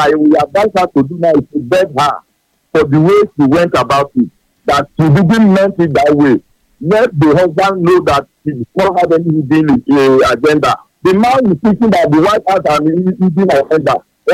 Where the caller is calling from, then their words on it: Elebu, Oyo, Nigeria; from Elebu.